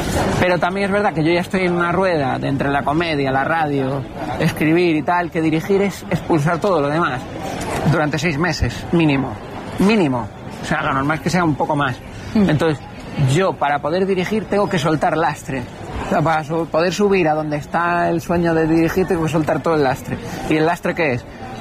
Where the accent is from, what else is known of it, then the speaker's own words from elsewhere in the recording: Canary Islands, Spain; born there; yo vengo a ser gallego, gallego, gallego. Eso a mi madre le partía el corazón. Porque yo nací en Canarias, tú eres canario.